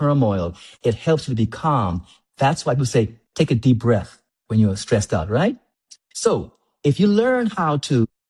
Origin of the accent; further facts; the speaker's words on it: Grand Turk, Turks & Caicos Islands; As a small little boy growing up on West Road, barefoot, running around by the salt pond, and to be in certain places in the world and to be able to showcase my talent as a little boy from Grand Turk, I'm so proud to be a Turks-Caicos Islander.